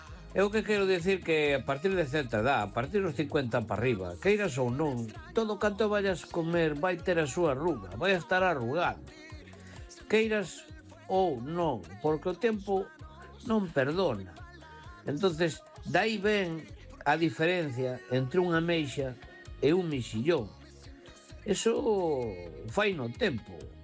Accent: A Coruña, Galicia, Spain; Boa noite … de Coruña.

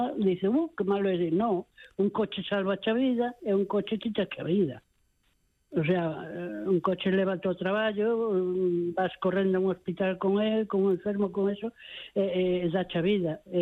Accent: Lugo, Galicia, Spain; digo, pues eu son de Lugo

